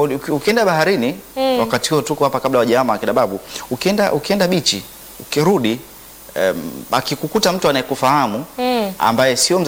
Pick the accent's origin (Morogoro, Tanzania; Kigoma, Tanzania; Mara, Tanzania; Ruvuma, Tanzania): Ruvuma, Tanzania; Songea; Kule kwetu Songea.